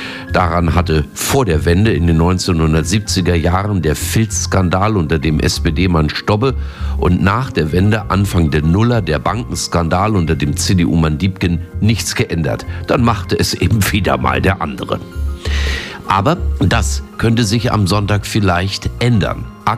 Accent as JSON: {"language": "German", "region": "Berlin", "country": "Germany", "said": "sag ich als Berliner."}